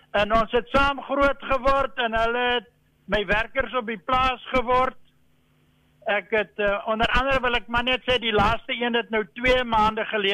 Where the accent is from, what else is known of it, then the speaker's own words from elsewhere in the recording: Port Elizabeth, Eastern Cape, South Africa; also born or lived in Worcester; Ek is maar hier in Port Elizabeth gebore en ek het hier op Patterson skool gegaan tot sonder 2.